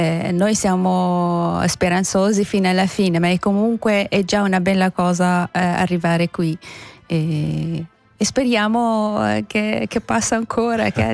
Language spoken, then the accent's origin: Italian; Essaouira, Marrakesh-Safi, Morocco; io sono nata e cresciuta a Essaouira